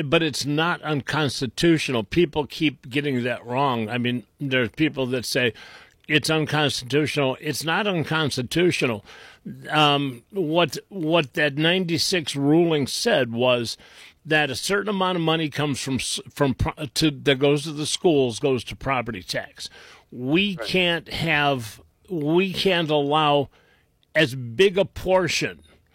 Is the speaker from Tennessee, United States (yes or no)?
no; Willowick, Ohio, United States; I grew up in Willowick. You know, Willowick was, we had little tiny houses.